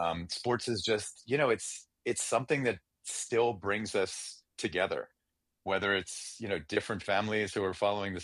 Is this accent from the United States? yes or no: yes; Pittsburgh, Pennsylvania, United States; I moved to Pittsburgh when I was 5 years old and, spent most of my childhood living with my mom, just the two of us.